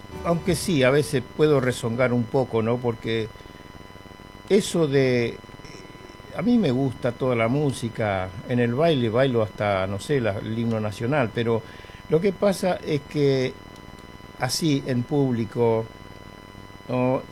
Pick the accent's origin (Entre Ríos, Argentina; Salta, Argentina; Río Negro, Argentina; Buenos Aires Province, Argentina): Buenos Aires Province, Argentina; San Martín; moved away; Yo me crié en Buenos Aires, en San Martín, hice la secundaria, a los 15 años trabajé en una tornería con unos tanos, que ahí aprendí a hablar italiano, 9 años estuve ahí con los tanos